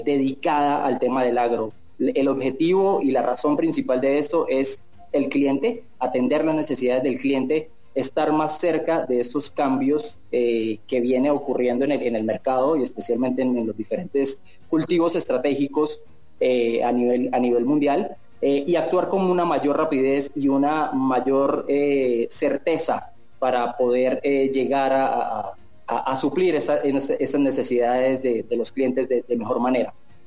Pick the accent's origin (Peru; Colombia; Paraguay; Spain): Colombia; Bucaramanga, Santander; now in Mexico; En Bucaramanga, soy de Bucaramanga.